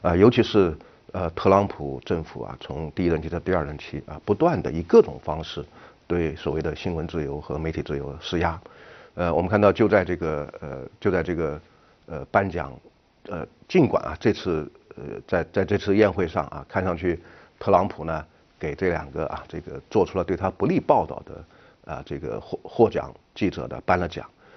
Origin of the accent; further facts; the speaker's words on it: China; 我们中国人